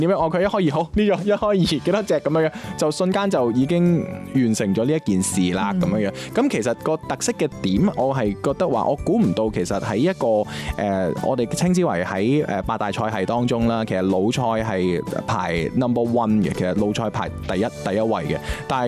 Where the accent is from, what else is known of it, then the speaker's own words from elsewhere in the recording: Guangdong, China; 咁就你知道我哋廣東人噶啦